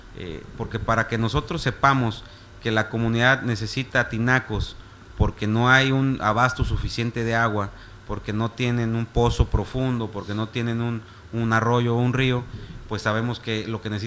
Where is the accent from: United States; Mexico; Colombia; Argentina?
Mexico; San Felipe; yo sí quiero que mis hijos vuelvan a nadar en los arroyos de mi pueblo